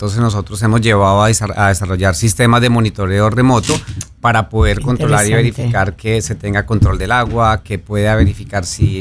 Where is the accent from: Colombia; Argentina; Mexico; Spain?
Colombia; Muchas gracias por la invitación. Venimos de Colombia, aguantando un poco de calor.